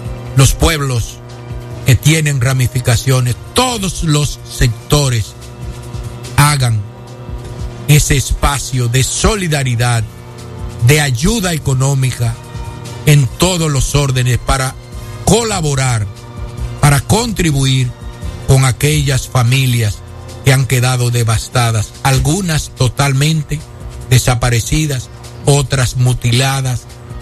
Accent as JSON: {"language": "Spanish", "country": "Dominican Republic", "said": "nosotros, como República Dominicana"}